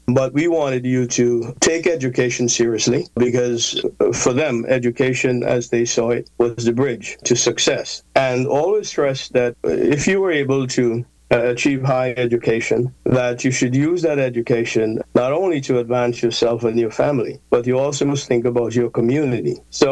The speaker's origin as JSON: {"language": "English", "country": "Antigua & Barbuda", "tie": "born or raised there", "said": "Well, you know, growing up in Antigua and Barbuda, education has always been something that we value very much, and all across Antigua and Barbuda."}